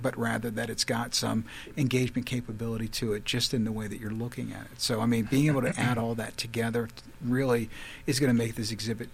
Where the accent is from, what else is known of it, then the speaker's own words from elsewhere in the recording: Maryland, United States; now in Wisconsin, United States; No, Scott. I'm originally from Maryland. I moved up and down the East Coast. I moved here specifically for this job.